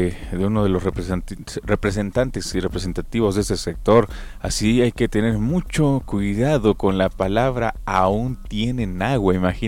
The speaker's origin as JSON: {"language": "Spanish", "town": "Tehuacán", "region": "Puebla", "country": "Mexico", "said": "Como mexicanos, como tehuacaneros y poblanos, hay que cuidar este recurso"}